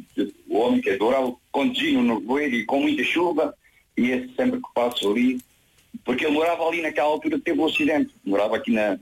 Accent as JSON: {"language": "Portuguese", "town": "Almodóvar", "region": "Beja", "country": "Portugal", "tie": "born there", "said": "além de dizer que se costuma dizer que é nasci mesmo em Almodóvar."}